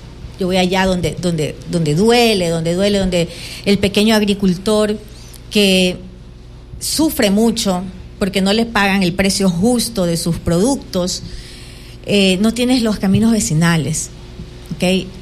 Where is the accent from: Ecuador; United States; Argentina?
Ecuador; Babahoyo, Los Ríos; yo soy de Babahoyo.